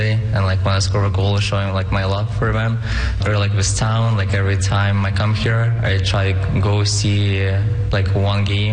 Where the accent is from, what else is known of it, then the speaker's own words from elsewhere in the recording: Calgary, Alberta, Canada; now in Vancouver, Canada; that's my hometown, that's my home team.